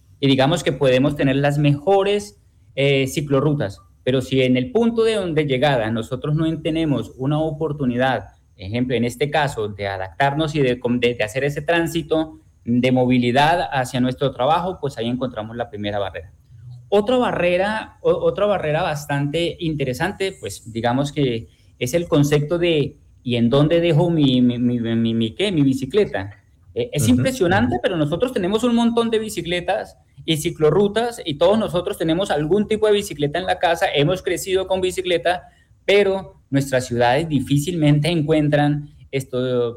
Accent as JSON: {"language": "Spanish", "country": "Colombia", "said": "nosotros como colombianos"}